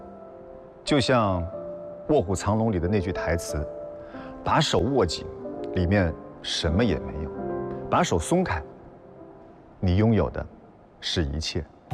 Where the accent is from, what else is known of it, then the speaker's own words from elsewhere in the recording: Wuhan, Hubei, China; born there; 我出生在湖北武汉的一个普通家庭。